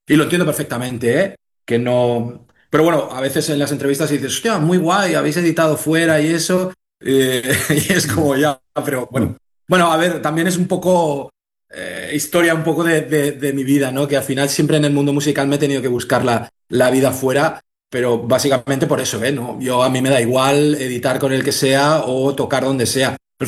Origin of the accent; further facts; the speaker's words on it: Vilanova, Spain; los tres somos de Vilanova y es mucho más fácil